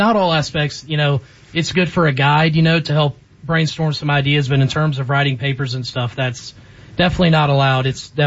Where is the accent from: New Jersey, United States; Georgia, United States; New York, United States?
Georgia, United States; Monroe; I'm from Monroe, Georgia, which is kind of near the Athens area.